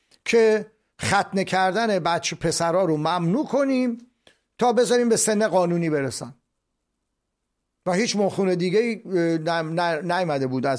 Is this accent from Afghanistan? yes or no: no; Iran; now in Sweden; ما ایرانی ها در سوئد